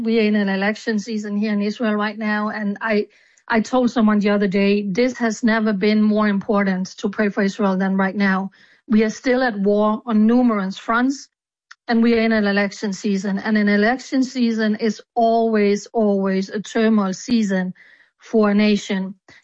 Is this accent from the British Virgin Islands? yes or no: no; Denmark; I said, I'm from Denmark.